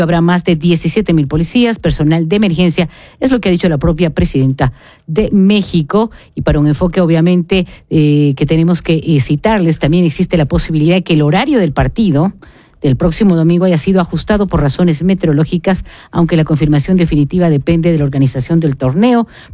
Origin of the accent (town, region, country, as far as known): Ecuador